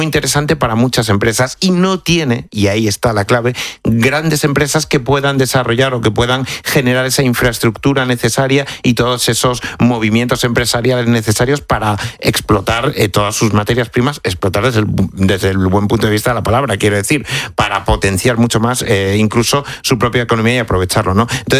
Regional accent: Cáceres, Extremadura, Spain; Yo, por ejemplo, que soy de Cáceres, que soy de Extremadura, claro, pues evidentemente lo sé, y en otras muchas partes de España

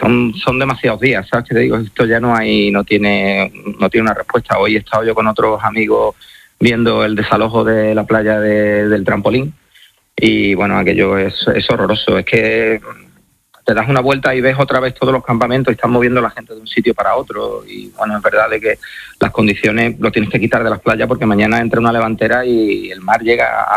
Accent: Spain; primero soy español

